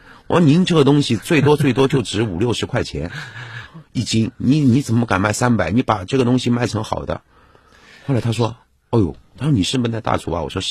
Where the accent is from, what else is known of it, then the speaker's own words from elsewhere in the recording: Yunnan, China; 哪怕是我云南人，在我20岁以前